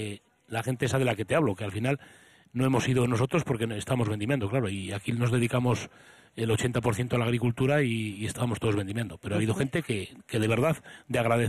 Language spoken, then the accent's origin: Spanish; Kripan, Basque Country, Spain; Bueno, cansado no, porque yo soy muy de Cripán y al final esto es agradecido, porque ves que la gente te apoya y que la gente está contenta.